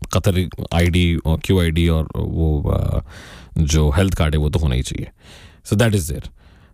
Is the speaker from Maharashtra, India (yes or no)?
no; Delhi, India; now in Qatar; मैं भाई दिल्ली से हूँ